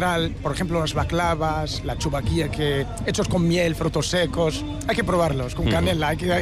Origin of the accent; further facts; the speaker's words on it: Atlas, Morocco; moved away as an adult; now in Vitoria-Gasteiz, Spain; Yo soy de Marruecos.